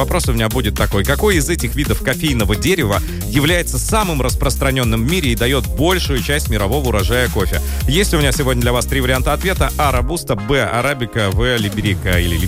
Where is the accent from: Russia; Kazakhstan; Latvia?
Russia; Khanty-Mansi Autonomous Okrug; я как человек, который родился и вырос в Ханты-Мансийском автономном округе